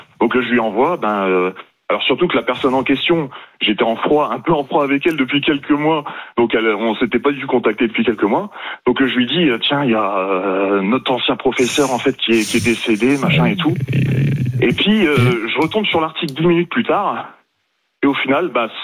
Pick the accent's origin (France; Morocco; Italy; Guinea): France; Condé-sur-l'Escaut, Hauts-de-France; now in Dijon, France; Je viens de Condé-sur-l'Escaut, dans le Nord.